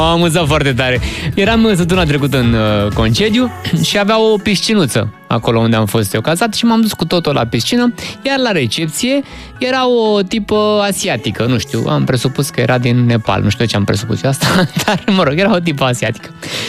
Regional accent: Romania; sunt român și am și eu beneficii în România

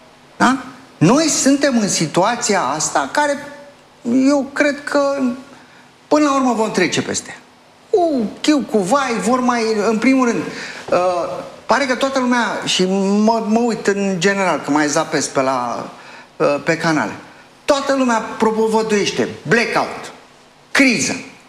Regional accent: Gorj County, Romania; Eu sunt din Gorj.

